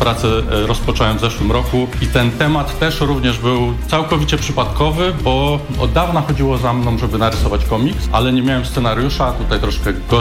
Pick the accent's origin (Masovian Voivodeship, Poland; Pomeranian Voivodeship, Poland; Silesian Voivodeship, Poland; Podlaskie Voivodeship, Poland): Masovian Voivodeship, Poland; Radom; od pokoleń jestem radomianinem